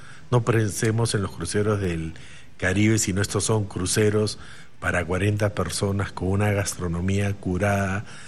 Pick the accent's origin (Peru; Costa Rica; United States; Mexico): Peru; Cusco; Yo soy cusqueño